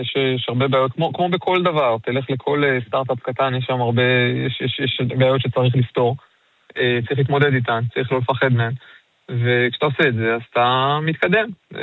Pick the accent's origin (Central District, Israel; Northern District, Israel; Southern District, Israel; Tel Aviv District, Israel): Central District, Israel; אנחנו אמנם ממושב כפרס